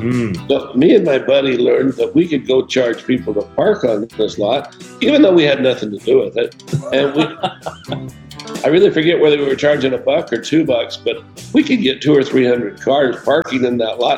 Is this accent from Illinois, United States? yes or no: no; Salt Lake City, Utah, United States; born or raised there